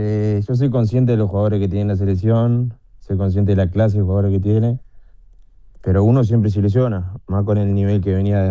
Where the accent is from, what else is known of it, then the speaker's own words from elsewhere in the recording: San José, Uruguay; now in Brazil; Ah, y yo soy mucho de mi país, soy mucho de Uruguay. Yo soy muy familiar, extraño a mi familia, a mis amigos. También extraño el mundo nacional porque soy hincha. O sea, extraño todo Uruguay.